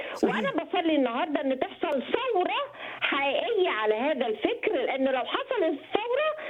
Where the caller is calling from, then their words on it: Egypt; وأنا كمصرية